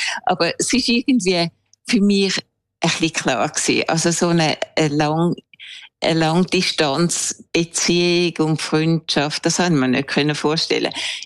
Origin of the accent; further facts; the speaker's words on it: Switzerland; moved away; Und beim ersten habe ich so ein bisschen meine Jugend in der Schweiz beschrieben.